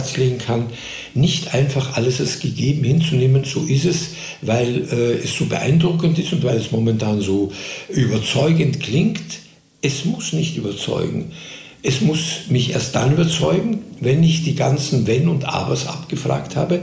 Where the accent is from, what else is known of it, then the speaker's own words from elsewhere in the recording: Austria; Ich musste als Österreicher in jedem deutschen Engagement, Arbeitsbewilligung, Aufenthaltsgenehmigung